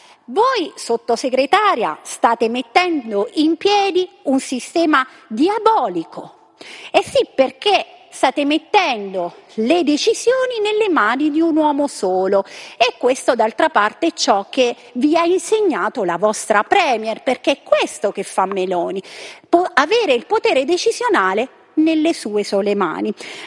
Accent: Abruzzo, Italy; perché sa, io sono abruzzese, in terra d'Abruzzo la Corte dei Conti certifica una mala gestione di questi fondi del PNRR

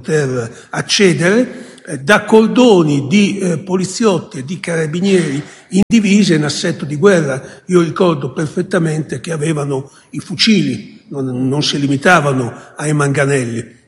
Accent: Calabria, Italy; mi ha dato del bastardo, io sono calabrese, non posso tollerare questo epiteto.

